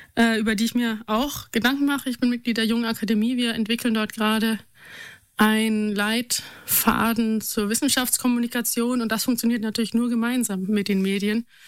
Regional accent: Germany; born there; Ich bin in einer Welt aufgewachsen, als Westdeutsche

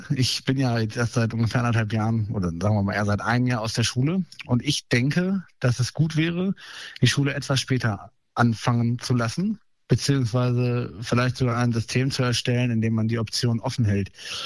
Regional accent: Northeim, Lower Saxony, Germany; born there; ich bin 20 Jahre alt und ich komme aus Northeim und habe hier mein Abitur gemacht 2025

